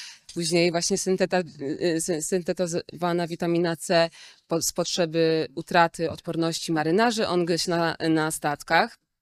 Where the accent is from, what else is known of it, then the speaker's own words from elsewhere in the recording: Włocławek, Kuyavian-Pomeranian Voivodeship, Poland; Zamieszkiwał wtedy na Zawiślu, zresztą skąd pochodzę.